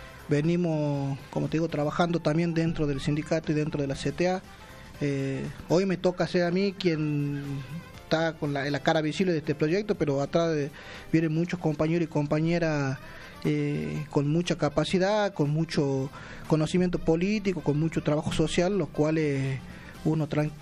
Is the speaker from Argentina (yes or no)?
yes; Bella Vista, Tucumán, Argentina; also born or lived in García Fernández; Soy nacido en García Fernández. Está a 7 kilómetros de Bellavista, pero sí, mi infancia la he pasado en Bellavista. Yo he empezado en primer grado ahí, he terminado en quinto año en la misma escuela con mis mismos compañeros. Toda mi adolescencia, todo he pasado en Bellavista.